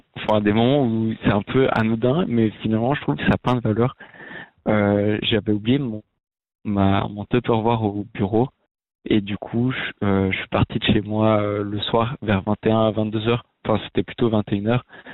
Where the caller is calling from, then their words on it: Lausanne, Vaud, Switzerland; Alors là, je suis à Lausanne.